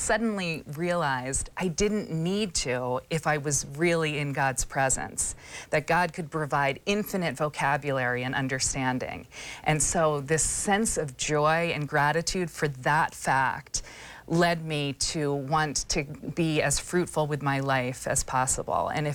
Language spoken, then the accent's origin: English; Washington, District of Columbia, United States; I grew up in Washington, D.C.